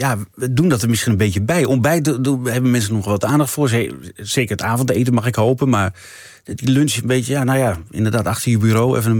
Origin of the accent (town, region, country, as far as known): Netherlands